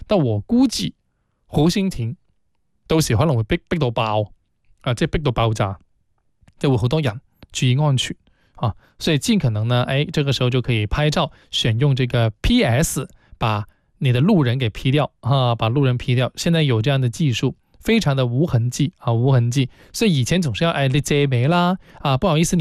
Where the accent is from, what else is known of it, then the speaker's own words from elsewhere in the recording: Guangzhou, Guangdong, China; 虽然我们广东很多的城市都很不错，但作为广州人的我来说还是很自豪啊